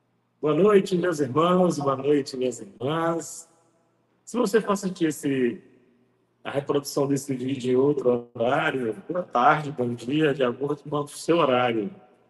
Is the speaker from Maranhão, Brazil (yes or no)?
yes; Imperatriz, Maranhão, Brazil; sou aqui de Imperatriz do Maranhão